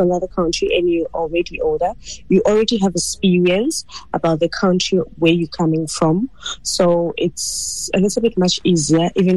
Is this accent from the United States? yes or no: no; South Africa; English is a second language; I grew up here in South Africa. My grandmother was a teacher here in South Africa, and I stayed with her. So I grew up here in South Africa. I didn't grow up in Ghana.